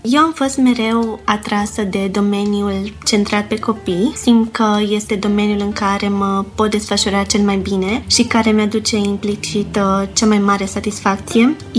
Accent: Cluj-Napoca, Cluj County, Romania; born there; also born or lived in Bucharest, Romania; now in Florești, Romania; M-am născut la București, dar între timp am ajuns la Cluj, la vârsta de 10 ani, și de la Cluj la Florești

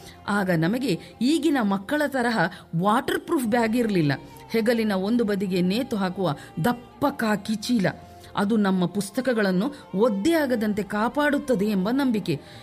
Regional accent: Karnataka, India; born there; ನಮ್ಮ ದಕ್ಷಿಣ ಕನ್ನಡದಲ್ಲಿ ತುಳುವಿನಲ್ಲೊಂದು ಮಾತಿದೆ

